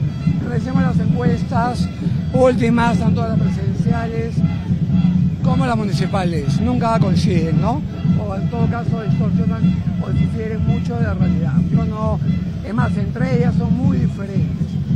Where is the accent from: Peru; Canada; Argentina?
Peru; Lima; Tampoco somos tontos los limeños, ¿no?